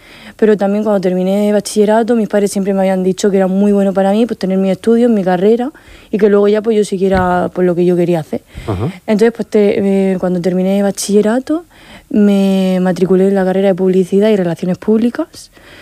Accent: Abanilla, Region of Murcia, Spain; yo es que soy de un pueblo de Macispenda, que es una pedanía de Abanilla.

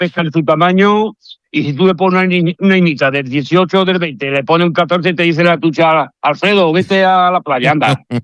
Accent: Córdoba, Andalusia, Spain; Soy andaluz, soy cordobés

